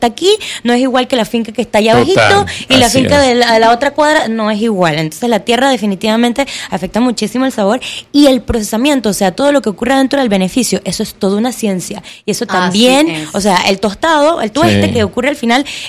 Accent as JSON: {"language": "Spanish", "country": "Panama", "said": "Yo tengo ya 7 años de estar trabajando aquí, yo soy panameña, también me preguntan bastante, yo soy panameña, soy artista plástica de tiempo completo"}